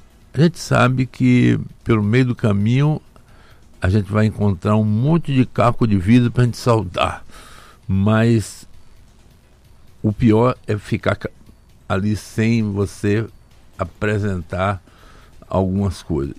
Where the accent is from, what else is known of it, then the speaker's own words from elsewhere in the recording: Northeast Region, Brazil; E eu, como sou nordestino também